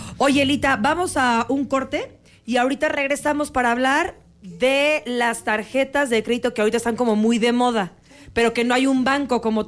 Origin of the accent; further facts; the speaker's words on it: Querétaro, Mexico; Yo soy de Querétaro, ¿qué puedo hacer ahí?